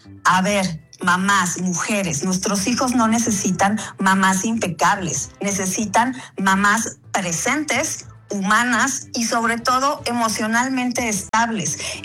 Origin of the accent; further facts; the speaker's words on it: Mexico; nosotros como mexicanos festejamos